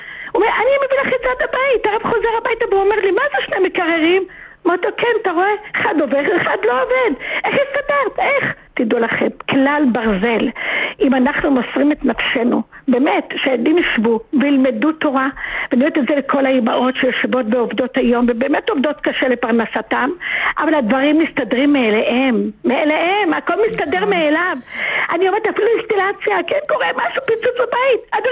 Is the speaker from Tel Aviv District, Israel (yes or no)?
yes; Bnei Brak, Tel Aviv District, Israel; also born or lived in Jerusalem; now in Beersheba, Israel; אני גדלתי בבני ברק, גדלתי בירושלים, וזהו, הגעתי לעיר מדבר